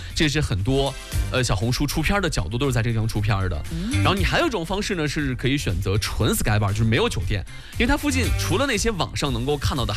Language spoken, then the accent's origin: Chinese; China; 网红打卡这个事儿，不是只有咱们中国人有